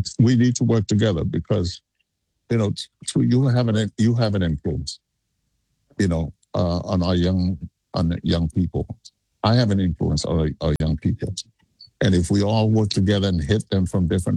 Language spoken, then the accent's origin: English; Tuamua, Samoa; a lot of people thought I was born in Texas. They don't know I came from Tuamua.